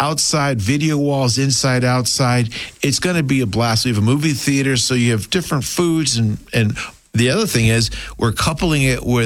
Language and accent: English; Boston, Massachusetts, United States; I am from Boston originally. It's just an added perk.